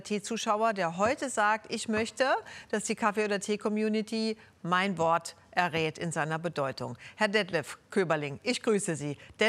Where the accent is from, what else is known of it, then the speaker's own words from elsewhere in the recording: Saarland, Germany; Freut mich natürlich als Saarländerin sehr.